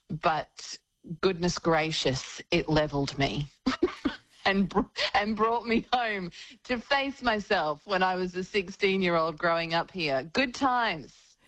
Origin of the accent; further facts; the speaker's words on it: Gold Coast, Queensland, Australia; I grew up in southeast Queensland. I grew up on the Gold Coast, on Yugambeh country.